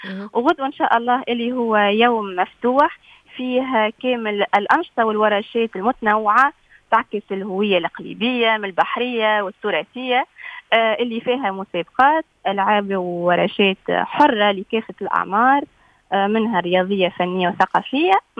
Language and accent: Arabic; Kelibia, Nabeul Governorate, Tunisia; هي مسقط رأسي ومدينتي